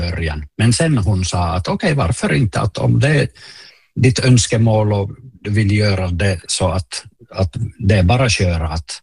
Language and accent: Swedish; Oulunsalo, North Ostrobothnia, Finland; Swedish is a second language; jag är uppvuxen i Oulunsalo, helt finskspråkig området.